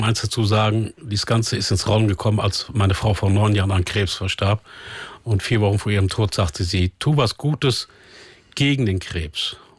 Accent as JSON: {"language": "German", "region": "Hesse", "country": "Germany", "tie": "born or raised there", "said": "Das habe ich am Diemelsee gedreht, in meiner Heimat"}